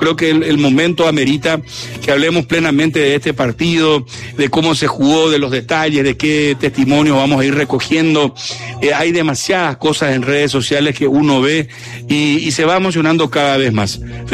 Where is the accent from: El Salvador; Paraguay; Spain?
Paraguay